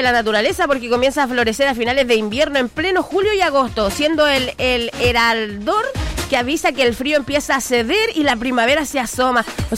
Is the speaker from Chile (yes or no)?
yes; Calama, Antofagasta, Chile; born there; Cuando era chica pasaba en Calamá, arriba de un árbol de aromos